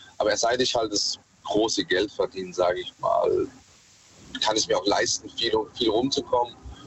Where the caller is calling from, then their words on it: Mannheim, Baden-Württemberg, Germany; Aus Mannheim.